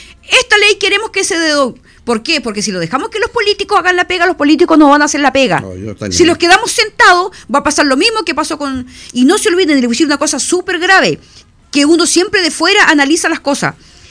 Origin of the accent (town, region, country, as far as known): Chile